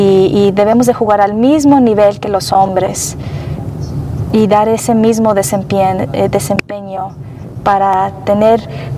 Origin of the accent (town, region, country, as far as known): France; now in Monterrey, Mexico